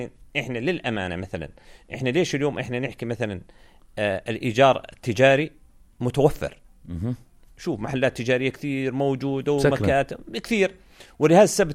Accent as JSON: {"language": "Arabic", "country": "Jordan"}